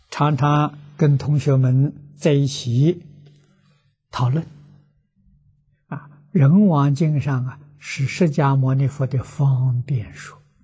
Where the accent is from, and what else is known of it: China